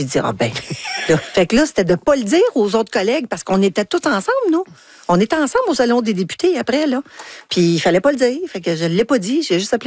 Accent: Anjou, Quebec, Canada; J'ai dit oui aussi parce que c'était Anjou qu'on me proposait. Mm. C'était chez nous, mon patelin, les gens que je connaissais, les organismes que je connaissais

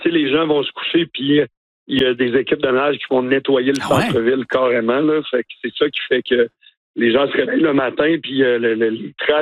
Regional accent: Baie-Saint-Paul, Quebec, Canada; born or raised there

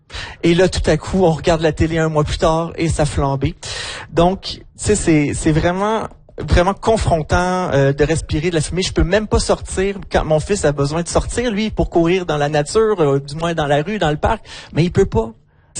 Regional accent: Montreal, Quebec, Canada; also born or lived in Northwest Territories; now in Edmonton, Canada; Moi, je viens de Montréal. Ça fait une dizaine d'années que j'habite ici, ben que j'habite à l'extérieur du Québec, donc dans les territoires du Nord-Ouest, puis par la suite à Edmonton.

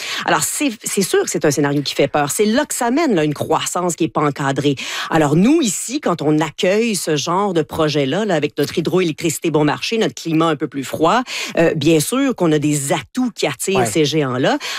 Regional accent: Quebec, Canada; Et chez nous, au Canada, donc le Manitoba, c'est la province la plus réfractaire, suivie de la Colombie-Britannique, de l'Alberta, de l'Ontario. Puis nous, au Québec, imaginez-vous donc que nous ne pas si opposés que ça, finalement.

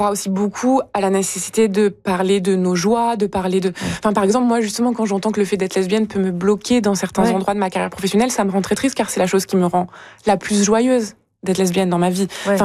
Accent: France; Je dis du coup parce que je suis française

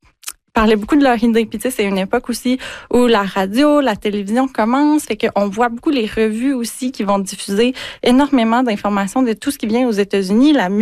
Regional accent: Quebec, Canada; dont on est dépouillé en tant que Québécois, si on veut voyager, ça coûte tellement cher

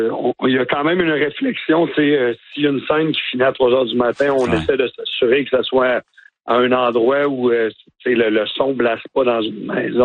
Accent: Baie-Saint-Paul, Quebec, Canada; Moi et Anne-Marie, qui est partie de l'événement avec moi, on est born and raised, là, on est de Baie-Saint-Paul, fait qu'on connaît les gens, puis on sent qu'on a ce devoir-là.

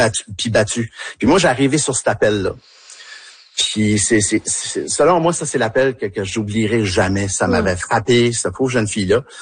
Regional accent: New Brunswick, Canada; Puis moi aussi, en tant qu'Acadien, fier Acadien, tu sais, j'ai même été vice-président de la Société de l'Acadie du Nouveau-Brunswick.

